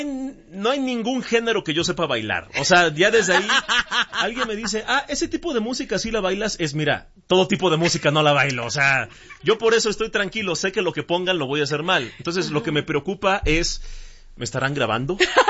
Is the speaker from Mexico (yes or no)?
yes; Mexico; somos los mexicanos, los latinos en general.